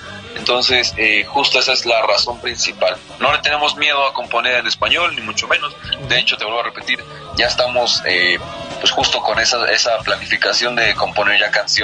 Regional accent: Mexico City, Mexico; somos pues aquí de la ciudad.

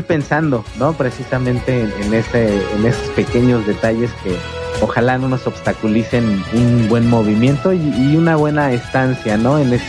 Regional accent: Mexico; yo soy de aquí de México y con los años he aprendido a valorar cada vez más nuestro país, nuestras raíces

